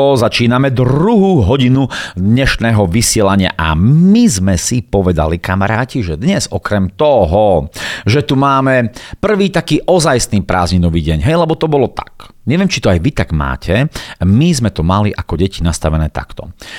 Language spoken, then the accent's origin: Slovak; Bardejov, Prešov Region, Slovakia; narodil som sa v Bardejove, v takom malom mestečku a býval som v takej bytovke Kapiaťka